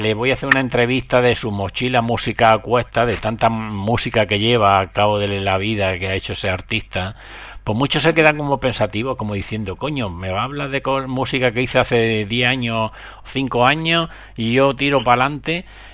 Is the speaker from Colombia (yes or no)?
no; Cartagena, Region of Murcia, Spain; also born or lived in Granada; now in Alicante, Spain; yo me he criado en Cartagena, en Murcia hice la carrera y me he criado en Cartagena, aunque soy granadino, pues no veas el coste lingüístico que tengo entre andaluz y murciano, y ahora vivo en Alicante